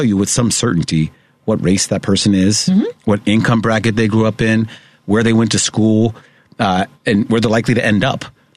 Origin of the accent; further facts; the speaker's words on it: Chicago, Illinois, United States; I tell people Chicago, and you know this, as a lifelong Chicagoan, Chicago is a city